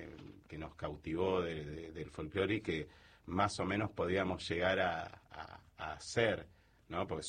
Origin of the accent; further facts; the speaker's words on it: Buenos Aires, Argentina; Y bueno, y con el tiempo, nosotros somos porteños